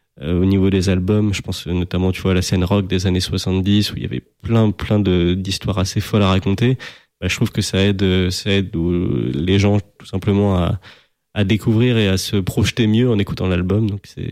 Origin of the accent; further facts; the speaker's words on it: Amiens, Hauts-de-France, France; born there; j'ai 26 ans, je suis picard de naissance, amiennois.